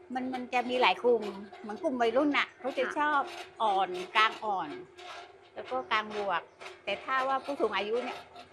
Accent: Surat Thani, Thailand; เป็นคนสุราษฎร

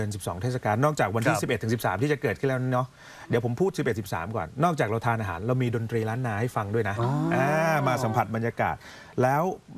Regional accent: Southern Thailand, Thailand; ผมเป็นคนใต้

